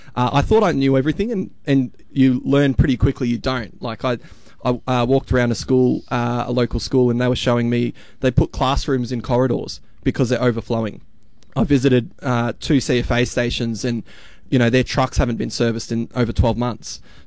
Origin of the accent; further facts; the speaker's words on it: Werribee, Victoria, Australia; so born and bred Werribee local, so I know exactly what we have to deal with on a daily basis. So I grew up in Hobbs Crossing, just near Bellbridge Primary School.